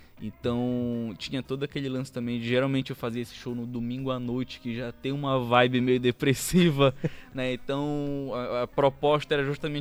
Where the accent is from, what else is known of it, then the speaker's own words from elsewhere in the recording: Belém, Pará, Brazil; born there; eu sou pobre também e nasci em Belém.